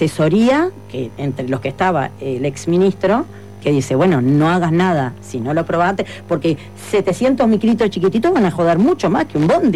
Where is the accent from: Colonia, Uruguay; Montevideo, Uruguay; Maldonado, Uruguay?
Maldonado, Uruguay; Punta del Este; Nací en Punta del Este, pero me crié en un barrio de mucamas, que era ese, la Parada 2, donde está la terminal